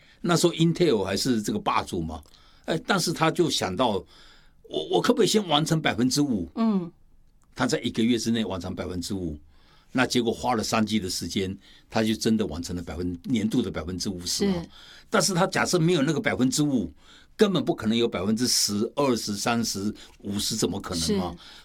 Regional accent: Taipei, Taiwan; 我今年70岁了，在台北住了就70年。

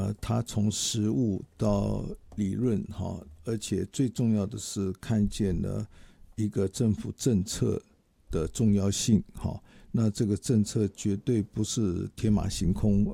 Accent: Taiwan; 但是我这个从小在台湾出生长大的小孩、哦、今年活到74了、

